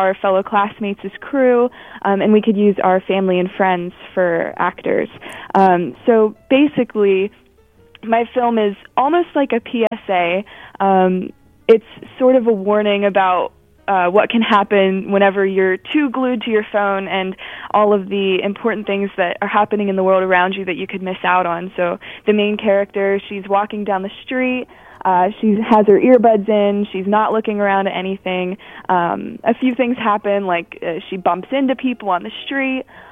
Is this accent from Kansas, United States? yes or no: no; Bridgeville, Pennsylvania, United States; I'm from Bridgeville, about 20 minutes out of Pittsburgh.